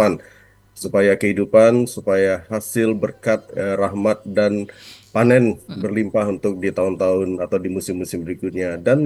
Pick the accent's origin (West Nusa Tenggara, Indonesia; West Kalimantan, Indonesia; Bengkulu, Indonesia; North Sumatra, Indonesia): West Kalimantan, Indonesia; Sintang; Saya kebetulan dari Sintang, istri saya orang Sanggau.